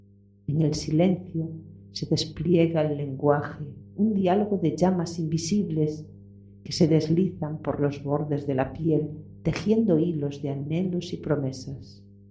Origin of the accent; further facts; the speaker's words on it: Ordes, Galicia, Spain; Mi pueblo de origen.